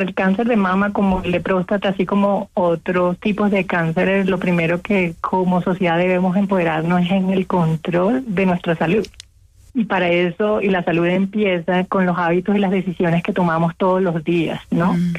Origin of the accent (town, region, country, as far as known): Colombia